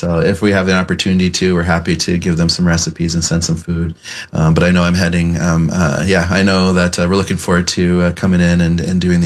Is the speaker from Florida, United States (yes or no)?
no; Pine Ridge Reservation, South Dakota, United States; a reservation like mine, where I grew up on South Dakota in Pine Ridge Reservation